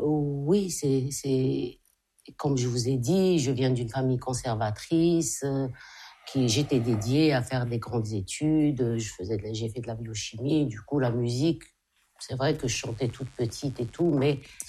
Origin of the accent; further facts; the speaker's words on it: Algeria; moved away; parce que moi j'ai quitté l'Algérie jeune.